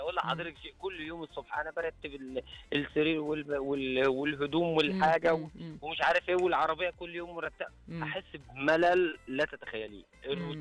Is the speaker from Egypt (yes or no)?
yes; Alexandria, Alexandria Governorate, Egypt; احنا دي اسكندراني